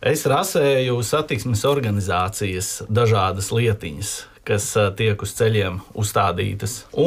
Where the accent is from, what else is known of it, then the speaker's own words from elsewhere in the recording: Riga, Latvia; Es esmu tētis ģimenes … Mēs paši esam no Vecmilgrāvi, te padās Rīga, pie jūra.